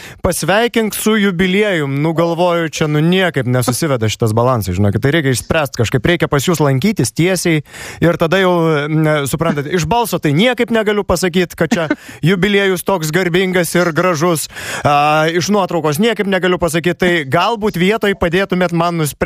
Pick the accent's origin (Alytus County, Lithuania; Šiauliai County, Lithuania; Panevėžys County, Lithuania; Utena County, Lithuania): Alytus County, Lithuania; Pivašiūnai; aš pats iš Pivašiūnų